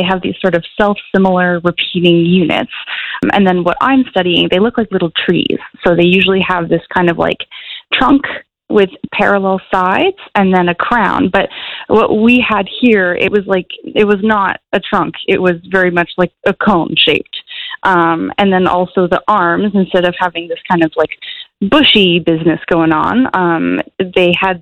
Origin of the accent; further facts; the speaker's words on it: Ontario, Canada; moved away; I'm originally from Ontario, but I really wanted to study this type of paleontology.